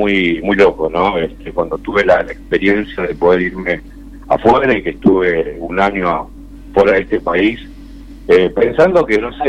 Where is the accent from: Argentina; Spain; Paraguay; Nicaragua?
Argentina; Somos argentinos, por lo bueno y por lo malo, pero somos argentinos.